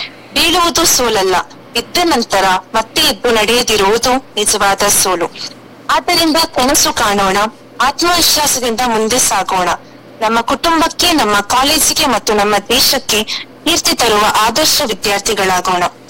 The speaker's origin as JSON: {"language": "Kannada", "town": "Soppugudde", "region": "Karnataka", "country": "India", "said": "ಸೊಪ್ಪುಗುಡ್ಡೆ."}